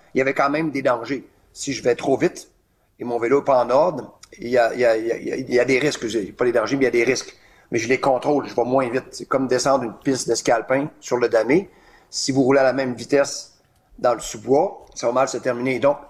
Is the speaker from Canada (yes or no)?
yes; L'Anse-Saint-Jean, Quebec, Canada; quand j'étais jeune, à Anse-Saint-Jean